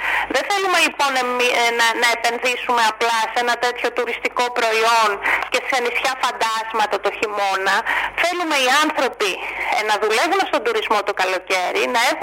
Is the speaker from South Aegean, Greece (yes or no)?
yes; Chalki, South Aegean, Greece; born there; στο Χαλκί, που είναι ουσιαστικά το χωριό μου